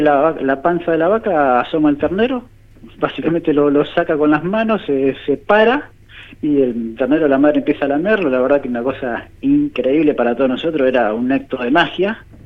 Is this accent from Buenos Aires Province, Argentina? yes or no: yes; Buenos Aires Province, Argentina; yo soy de un pueblito, Capitán Sarmiento, es un pueblito muy chico, de 3 habitantes, en provincia de Buenos Aires, cerca de la zona de Pergamino, y mi abuelo tenía chacra, mi padre era consignatario de Hacienda.